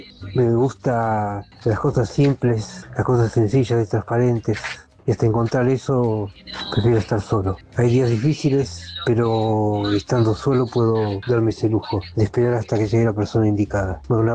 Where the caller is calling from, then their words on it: Buenos Aires, Argentina; del Caballito.